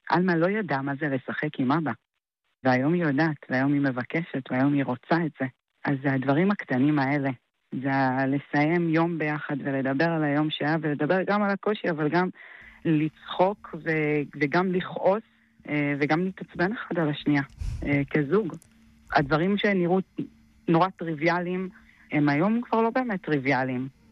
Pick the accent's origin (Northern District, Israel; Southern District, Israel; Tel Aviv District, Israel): Southern District, Israel; Sderot; born there; נולדתי בסדרות, גדלתי לתוך מתחי קסמים שנקראו טפטופים